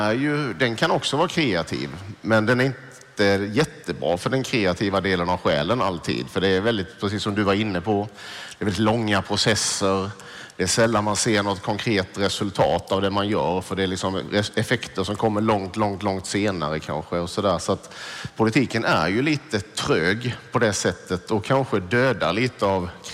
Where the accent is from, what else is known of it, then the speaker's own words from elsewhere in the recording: southern Sweden, Sweden; jag är från en liten kommun, en liten stad i södra Sverige